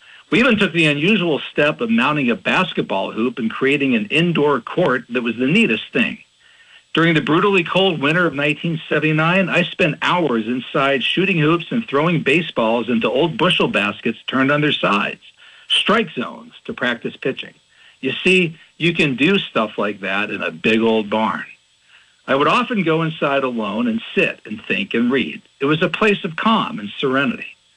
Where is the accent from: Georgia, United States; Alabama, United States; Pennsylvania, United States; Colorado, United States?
Pennsylvania, United States; Butler; also born or lived in Pittsburgh / Russellton; I was born in December 1966 in the Oakland section of Pittsburgh. I then moved to a small coal town called Russellton for a few years, and then grew up in suburban Butler, Pennsylvania.